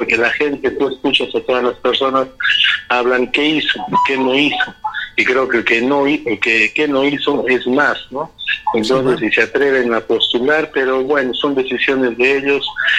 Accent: Cayma, Arequipa, Peru; mi pueblo en Caima

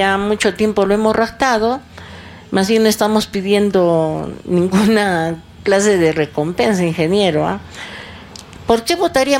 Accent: Arequipa, Peru

